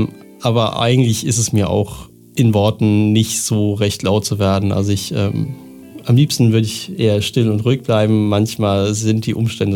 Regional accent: Aschaffenburg, Bavaria, Germany; Ich bin 1991 in Aschaffenburg geboren.

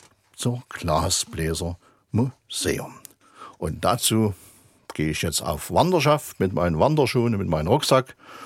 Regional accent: Saxony, Germany; ich natürlich ein gebürtiger Sachse beim Wartburgradio bin

